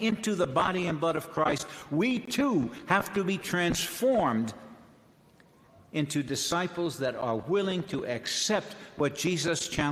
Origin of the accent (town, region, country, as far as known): United States